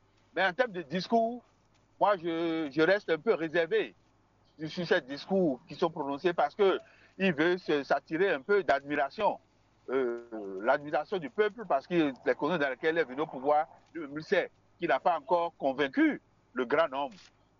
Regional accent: Benin; Regardez, même quand je reviens rapidement chez moi, au Bénin

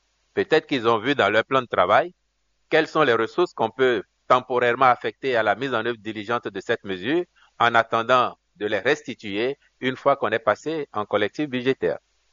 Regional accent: Benin

